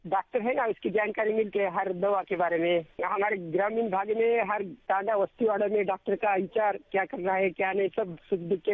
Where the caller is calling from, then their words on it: Maharashtra, India; नांदेड़ महाराष्ट्र से बोल रहे हैं। नांदेड़ से हमारा गांव 60 किलोमीटर है।